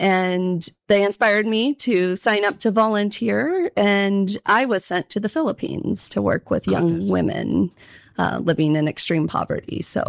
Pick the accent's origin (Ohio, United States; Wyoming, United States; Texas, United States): Wyoming, United States; Cheyenne; So I grew up in Wyoming. My parents moved there in the 1970s because they were public school teachers. And Wyoming had a good education program. I was born and raised in Cheyenne.